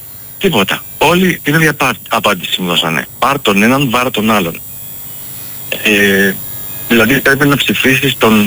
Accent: Greece; moved away as an adult; Γι' αυτό και εγώ ήθελα να φύγω όπως αν μπορούσα από την Ελλάδα. Δυστυχώς το λέω, αφήνω τον τόπο μου, αλλά αφού δεν με σέβεται ο τόπος μου, γιατί να κάτσω.

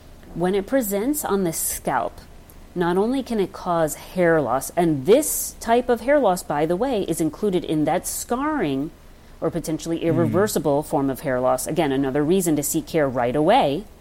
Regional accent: Long Island, New York, United States; Although some might consider me a fake New Yorker because I'm from Long Island, but I remind people all the time.

